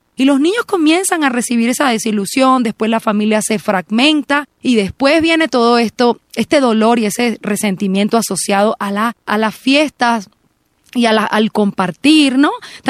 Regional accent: Venezuela; now in Colombia; yo soy venezolana

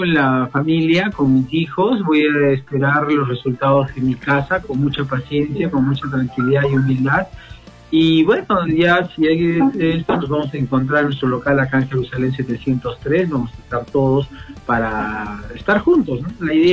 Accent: Yanahuara, Arequipa, Peru; soy un hijo de Yanahuara

